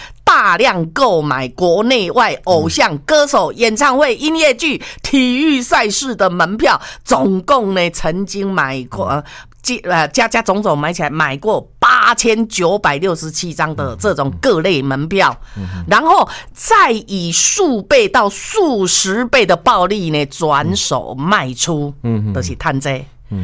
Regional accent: Taiwan

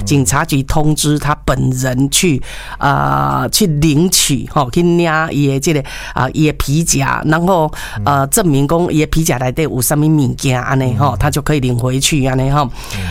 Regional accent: Taiwan

